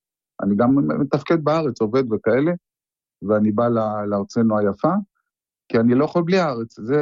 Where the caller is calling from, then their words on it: the South, Portugal; אני אצלך פעם ראשונה, אני מפורטוגל.